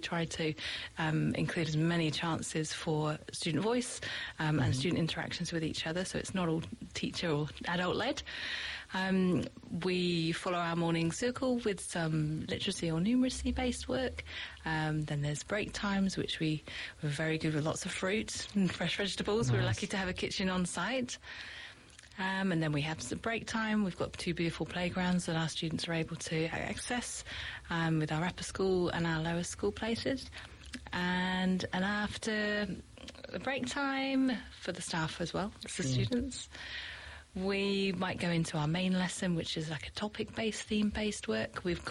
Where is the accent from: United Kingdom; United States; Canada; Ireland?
United Kingdom; now in New Zealand